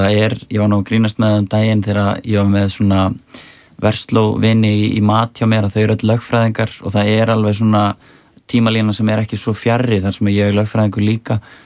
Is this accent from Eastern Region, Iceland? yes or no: no; Reykjavík, Capital Region, Iceland; og svo er ég náttúrulega alveg upp í Árbæ þannig að … voru miklar hetjur og svona þetta íslenska rap svona í kringum hrunið.